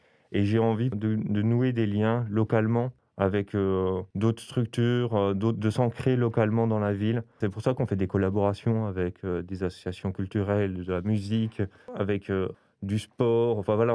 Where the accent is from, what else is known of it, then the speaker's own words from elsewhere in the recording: Belfort, Bourgogne-Franche-Comté, France; now in Strasbourg, France; je viens de Belfort. Du coup, l'Alsace n'est pas très loin de Belfort. Je me suis installé à Strasbourg un peu comme ça, j'ai posé mes valises. Et j'ai posé mes valises dans le quartier du Neudorf.